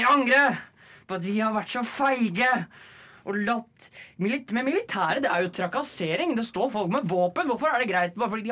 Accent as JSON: {"language": "Norwegian", "region": "Oslo", "country": "Norway", "said": "Jeg er fra Oslo."}